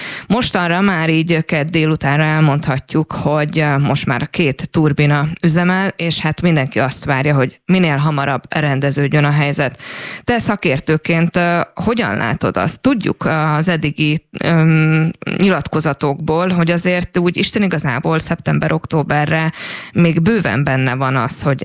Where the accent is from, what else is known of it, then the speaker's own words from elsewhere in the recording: Paks, Tolna, Hungary; Én paksiként azt vallom